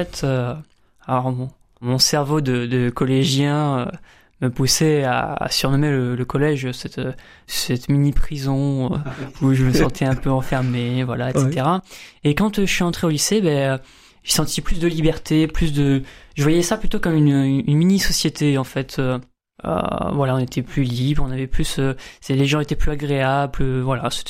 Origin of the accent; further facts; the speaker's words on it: Montpellier, Occitanie, France; also born or lived in La Motte-Servolex, Savoie; Je viens de Montpellier. Je suis né ici. J'ai habité presque toute ma vie ici. J'ai eu 2 ans où je suis parti en Savoie.